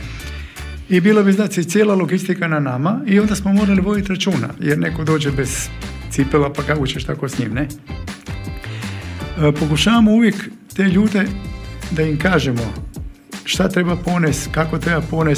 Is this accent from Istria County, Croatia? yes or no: yes; Pula, Istria County, Croatia; Gledajte, mi iz Pule smo pravi volonteri. Znači dođemo iz Pule.